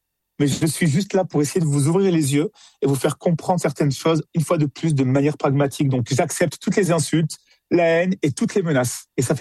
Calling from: France; Moi, avant d'être européen, je suis français aujourd'hui.

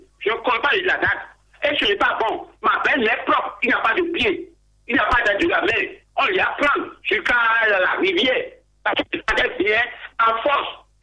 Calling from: Ouidah, Atlantique, Benin; Je vous appelle de Ouida

